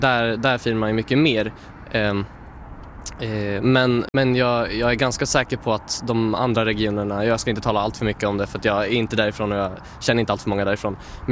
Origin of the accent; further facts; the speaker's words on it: Spain; also born or lived in Sweden; Så jag är lika mycket från Sverige som jag är från Spanien.